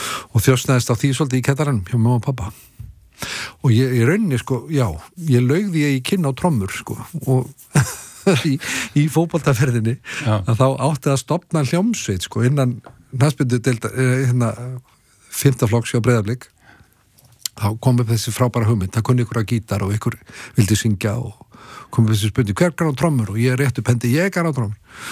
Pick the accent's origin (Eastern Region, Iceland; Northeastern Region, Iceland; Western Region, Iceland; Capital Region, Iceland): Capital Region, Iceland; Kópavogur; also born or lived in New York; Já, já, ég elst upp í Kópavogur.